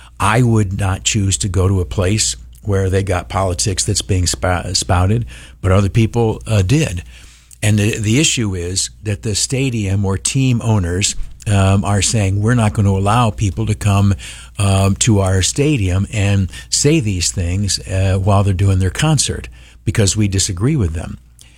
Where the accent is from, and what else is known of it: United States